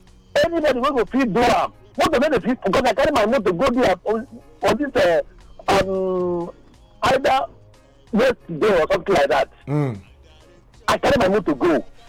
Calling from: Port Harcourt, Rivers, Nigeria; Yeah, CJ. I'm calling from Port

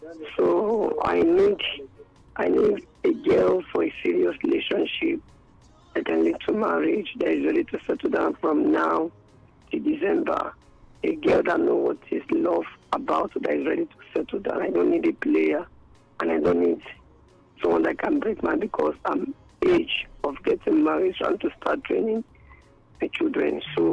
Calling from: Akwa Ibom, Nigeria; I'm from Akwa Ibom. I'm 37 years old.

